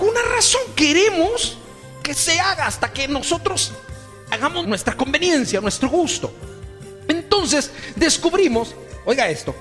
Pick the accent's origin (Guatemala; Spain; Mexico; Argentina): Guatemala